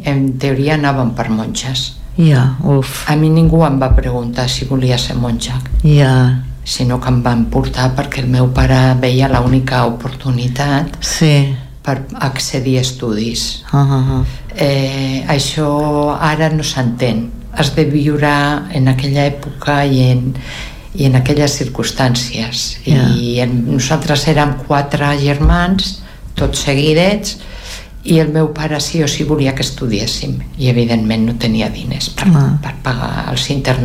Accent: Madrid de las Caderechas, Castile and León, Spain; born there; moved away; El meu poble es diu Madrid de les Caderetxes.

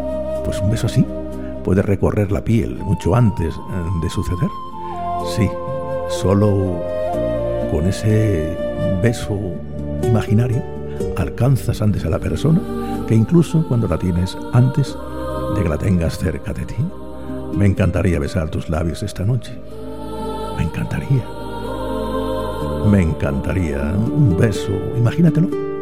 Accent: Murcia, Region of Murcia, Spain; Murcia, qué hermosa eres mi tierra, 94.6

